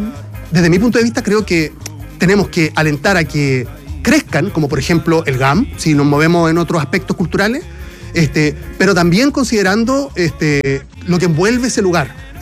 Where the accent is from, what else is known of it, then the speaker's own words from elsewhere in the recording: Chile; Somos sándwicheros los chilenos, indistintamente en la región.